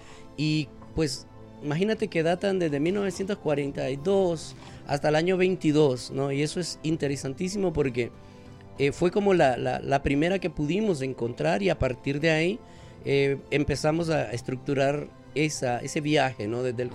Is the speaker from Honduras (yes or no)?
yes; Honduras; para como hondureños, porque en realidad también previo a eso habían grabaciones sobre Honduras